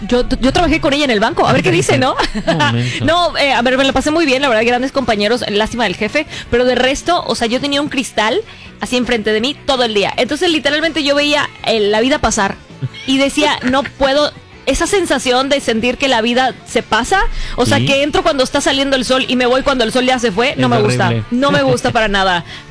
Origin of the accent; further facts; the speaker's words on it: Mexico; Fracasé como mexicana